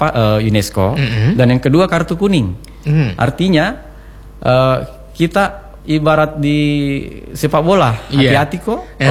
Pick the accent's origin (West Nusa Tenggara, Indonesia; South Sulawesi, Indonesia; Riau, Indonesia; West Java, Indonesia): South Sulawesi, Indonesia; Maros; Saya pos dari Indonesia. I am from Indonesia. You know, saya di daerah saya di Sulawesi Selatan, di Maros, di Pangkep